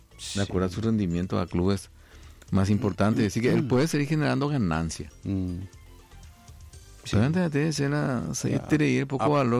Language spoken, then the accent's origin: Spanish; Paraguay; porque somos paraguayos